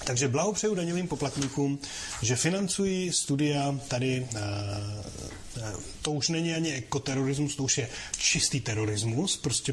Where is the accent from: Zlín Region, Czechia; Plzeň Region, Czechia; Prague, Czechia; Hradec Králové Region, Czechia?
Prague, Czechia; My, co jsme z Prahy